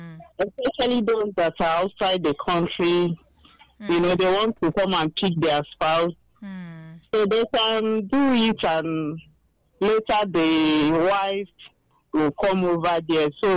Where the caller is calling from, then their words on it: Zaria, Kaduna State, Nigeria; from Zaria.